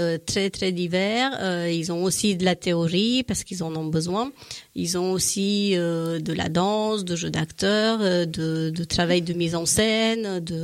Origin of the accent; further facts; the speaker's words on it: Romania; French is a second language; now in Châtellerault, France; Moi, je viens de Roumanie